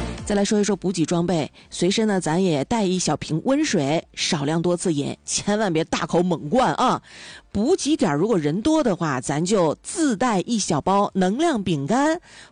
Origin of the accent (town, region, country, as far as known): Dalian, Liaoning, China